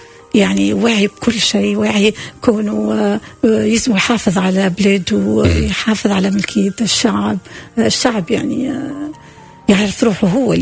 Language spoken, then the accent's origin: Arabic; Tunisia; وقتها جيت من تصور جيت من تونس ومستشفيات أول مرة نشوف مستشفى هكيكا